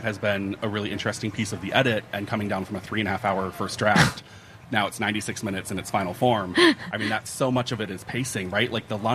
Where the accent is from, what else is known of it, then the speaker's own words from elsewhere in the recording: Minnesota, United States; and especially with the context of being Minnesotan